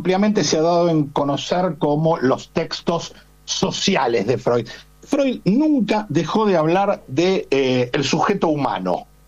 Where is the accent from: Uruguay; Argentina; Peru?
Argentina; Cualquiera que viva el Mundial con cierta intensidad, como lo hacemos los argentinos y otros tantos